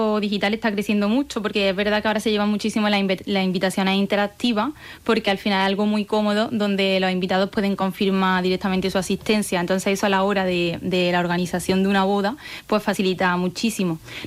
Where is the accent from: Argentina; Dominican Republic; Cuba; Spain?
Spain; Priego de Córdoba, Andalusia; Yo soy de Priego de Córdoba y allí se lleva mucho el aceite de oliva.